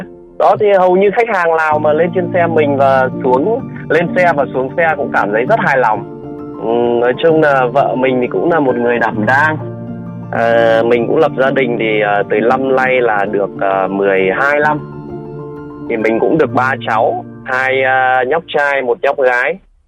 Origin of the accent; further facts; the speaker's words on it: Hanoi, Vietnam; mình đến từ Hà Nội.